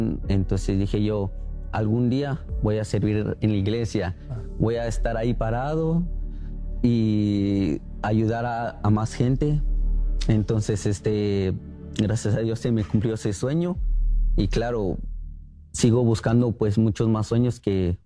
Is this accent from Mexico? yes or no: no; Guatemala; moved away as an adult; now in United States